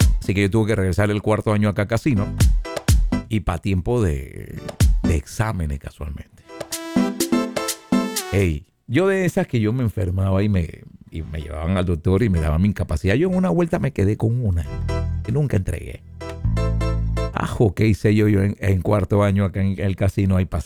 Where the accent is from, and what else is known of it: Panama City, Panamá, Panama; born there